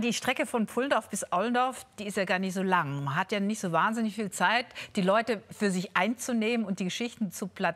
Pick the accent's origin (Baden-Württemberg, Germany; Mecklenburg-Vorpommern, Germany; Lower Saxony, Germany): Baden-Württemberg, Germany; Bad Saulgau; wir kommen beide aus Bad Salgau.